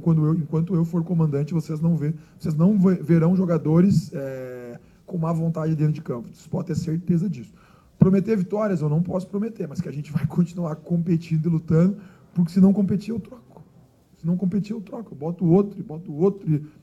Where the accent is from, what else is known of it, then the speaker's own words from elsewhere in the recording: Southern Brazil, Brazil; sou lá do Sul